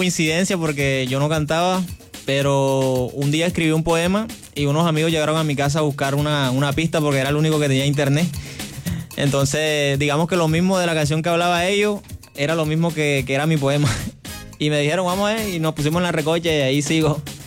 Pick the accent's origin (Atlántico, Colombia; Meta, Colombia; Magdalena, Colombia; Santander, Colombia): Atlántico, Colombia; Soledad; Vengo de Ciudad Paraíso, barrio municipio de Soledad.